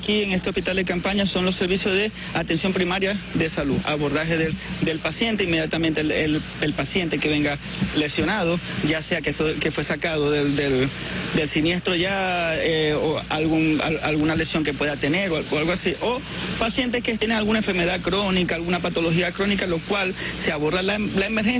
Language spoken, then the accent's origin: Spanish; Ciudad Ojeda, Zulia, Venezuela; Nosotros venimos de Ciudad Ojeda, Zulia, para aquí, para poder apoyar.